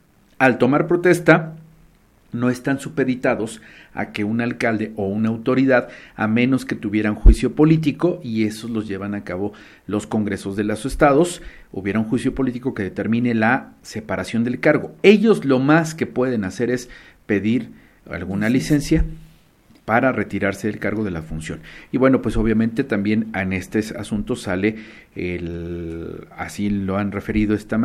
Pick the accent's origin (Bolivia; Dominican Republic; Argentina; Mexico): Mexico; Si bien es cierto, nosotros debemos ser, por ser únicos como mexicanos